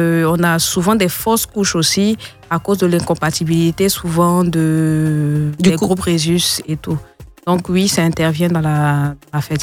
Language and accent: French; Côte d’Ivoire; je dis chez nous, les Africains